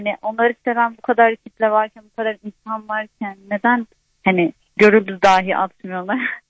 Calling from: Istanbul, Turkey; İstanbul'dan.

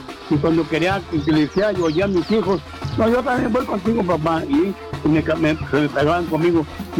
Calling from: Juchipila, Zacatecas, Mexico; Y yo soy de Juchipila, Zacatecas.

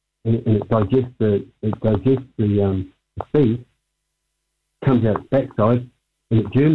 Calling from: New Zealand; I'm from South Coast.

